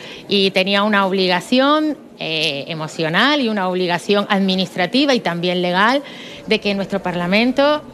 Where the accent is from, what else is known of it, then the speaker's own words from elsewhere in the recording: Canary Islands, Spain; nuestro pueblo canario.